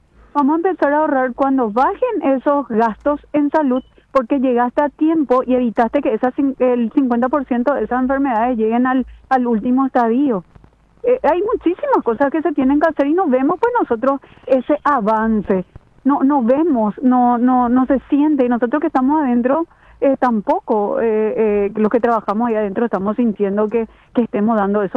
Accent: Paraguay; ¿Qué queremos nosotros como paraguayos?

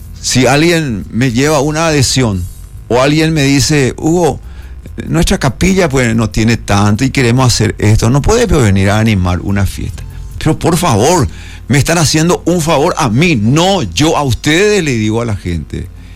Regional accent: Asunción, Paraguay; born there; moved away as an adult; now in Luque, Paraguay; Yo nací en Asunción, pero la ciudad de Luque me acogió. Yo ya estuve allá por los 70, en 1976. Yo me fui llegando con 20 años de edad

